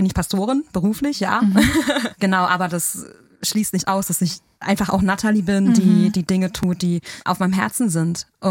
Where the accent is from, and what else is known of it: North Rhine-Westphalia, Germany; born there; also born or lived in Hesse